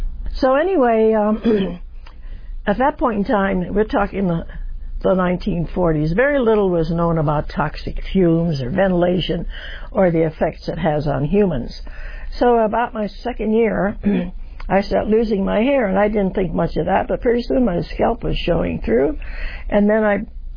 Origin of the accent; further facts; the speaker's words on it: West Virginia, United States; born there; And I said, well, I was born in West Virginia